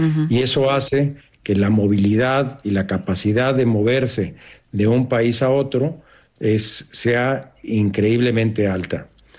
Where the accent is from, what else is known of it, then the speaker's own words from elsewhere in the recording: Mexico; Y hoy vemos la realidad que vive mi país de origen, y no nada más México